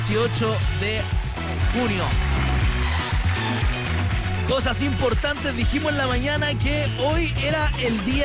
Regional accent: Chile; somos chilenos

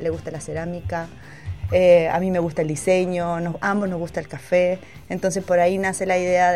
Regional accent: Mexico; now in Valparaíso, Chile; Yo llegué de México hace un año y algo y realmente tenía que buscar trabajo y hacer algo que me gustara y encontrar un lugar donde vivir, y encontré en Valparaíso un lugar

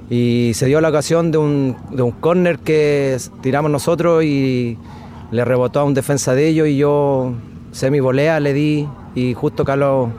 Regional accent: Santiago, Santiago Metropolitan Region, Chile; moved away as an adult; now in Pelluhue, Chile; yo vengo de Santiago, llegué en el 2014 para acá, mi trayectoria ya jugué en Santiago yo toda mi vida.

